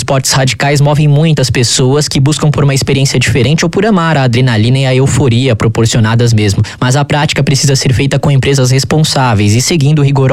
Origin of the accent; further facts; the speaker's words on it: São Paulo, Brazil; Até que no Rio, eu, por exemplo, não estou sentindo tanto, mas eu sou de São Paulo.